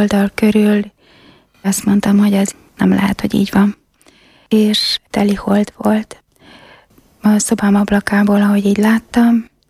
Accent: Szarvas, Békés, Hungary; moved away as an adult; also born or lived in Budapest; now in Zsámbék, Hungary; Szarvason születtem, egy nagyon szerető családban. Édesanyám és édesapám már hitem szerint a mennyben van. Egy húgommal élünk itt a földön. Idén leszek 60 éves.

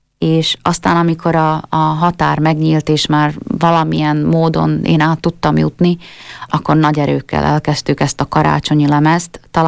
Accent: Slovakia

